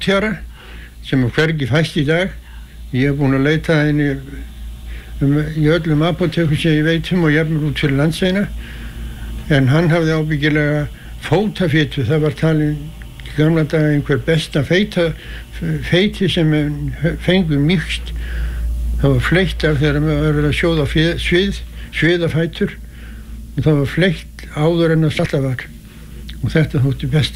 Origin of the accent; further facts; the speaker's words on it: Arnarvatn, Northeastern Region, Iceland; Ég var fæddur 1923 á Arnarvatni Mývatnssveit og ólst þar upp til fullorðins ára.